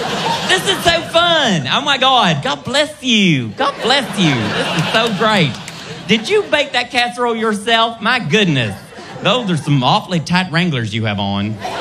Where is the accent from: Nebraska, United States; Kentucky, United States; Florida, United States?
Kentucky, United States; now in Los Angeles, United States; As I said, I'm originally from Kentucky. Yeah, don't even pretend. It's fun being, you know, living in L.A. or even traveling the country.